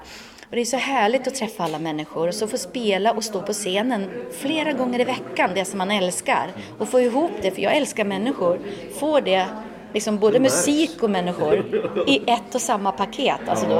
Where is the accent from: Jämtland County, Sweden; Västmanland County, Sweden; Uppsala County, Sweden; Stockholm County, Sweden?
Uppsala County, Sweden; Tierp; jag kommer ju från Tierp mellan Gävle och Uppsala, Uppland. Mm. Och där dansar man.